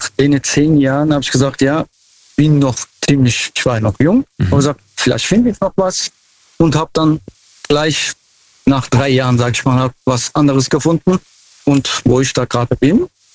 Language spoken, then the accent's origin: German; Mannheim, Baden-Württemberg, Germany; Aus Mannheim.